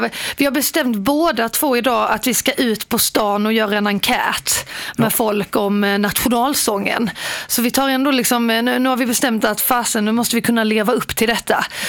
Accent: Båstad, Skåne, Sweden; Jag kommer ju från Båstad, där det är väldigt populärt med tennis

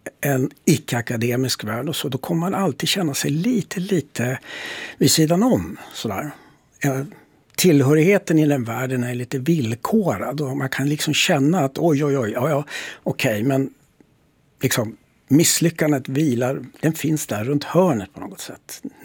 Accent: Boden, Norrbotten County, Sweden; moved away; Men då kan jag alltid flytta hem till Norrbotten och till Boden

